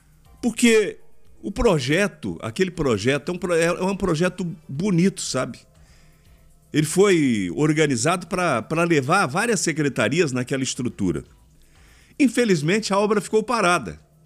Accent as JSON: {"language": "Portuguese", "town": "Dourados", "region": "Mato Grosso do Sul", "country": "Brazil", "tie": "born or raised there", "said": "A Feira Livre tem história aqui em Dourados. Eu cresci indo na Feira Livre com a minha mãe"}